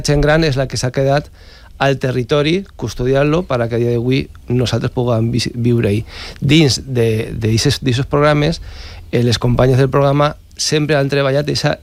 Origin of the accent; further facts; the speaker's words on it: Quart de Poblet, Valencian Community, Spain; moved away as an adult; now in Villamalur / Alto Mijares area, Spain; Jo soc de Quart de Poblet, jo soc neorural, duc 6 anys al Medíjar, i al principi jo pràcticament totes les setmanes baixava a Quart de Poblet.